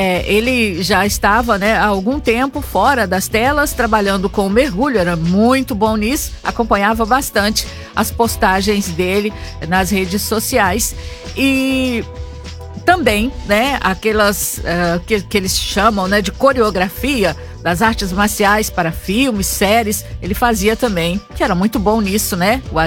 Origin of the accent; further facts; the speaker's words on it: São Paulo, Brazil; Passei bastante tempo da minha infância em São Paulo, no Itaim Bibi.